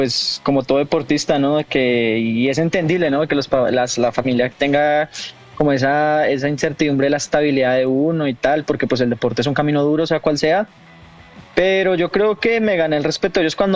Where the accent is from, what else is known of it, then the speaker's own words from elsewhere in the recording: Bogotá, Colombia; Yo soy de Bogotá